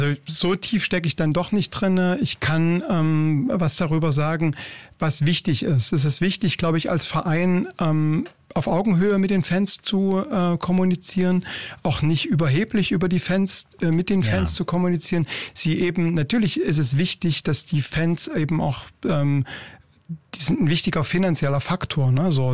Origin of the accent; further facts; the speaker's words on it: Leipzig, Saxony, Germany; ich komme aus Leipzig